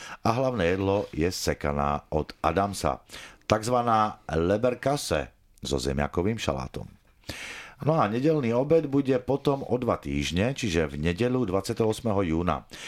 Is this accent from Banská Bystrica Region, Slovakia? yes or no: yes; Očová, Banská Bystrica Region, Slovakia; moved away; som z Očovej a ľudové tanci sú veľmi tradičné tam u nás.